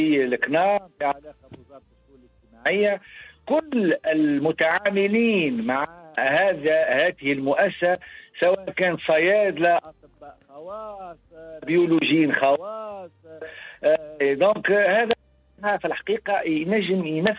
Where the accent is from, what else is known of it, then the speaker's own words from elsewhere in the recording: Tunisia; أنا كمواطن تونسي